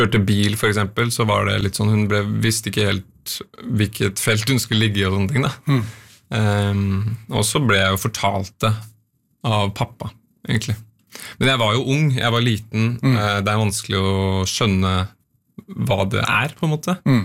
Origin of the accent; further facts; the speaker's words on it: Oslo, Norway; Jeg vokste også opp på Grorud.